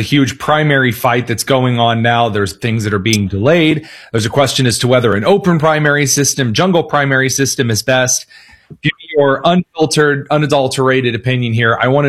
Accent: Indiana, United States; here in my home state of Indiana

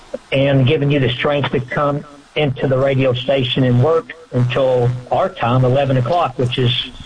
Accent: Dallas, Texas, United States; I'm from Texas, born and raised here in Dallas

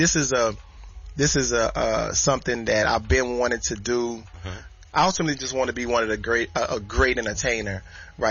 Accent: New Orleans, Louisiana, United States; I'm from Louisiana. You know, originally New Orleans.

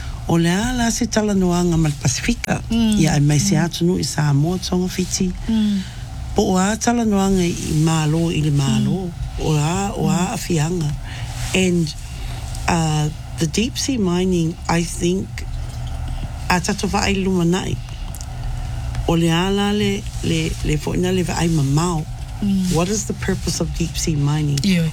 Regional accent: New Zealand; born there; and I said, I'm like you. I was born in New Zealand

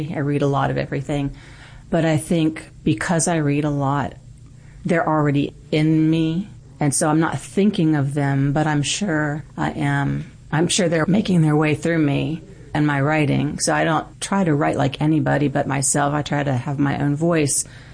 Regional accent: Florida, United States; I'm originally from Florida, so there's a lot of ocean.

